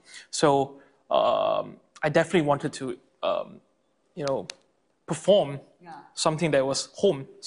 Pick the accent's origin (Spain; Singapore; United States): Singapore; And because I'm a Singaporean Chinese myself, so I'm able to experience, like let's say, the lion dance culture